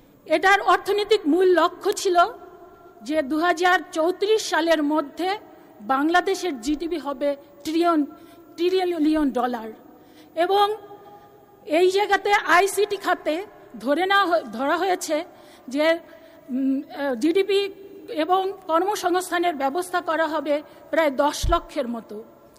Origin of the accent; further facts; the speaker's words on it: Madaripur, Dhaka Division, Bangladesh; আমার বাড়ি হচ্ছে মাদারীপুর, এই যে ঢাকার কাছাকাছি, মাত্র 1.5 থেকে 2 ঘন্টা সময় লাগে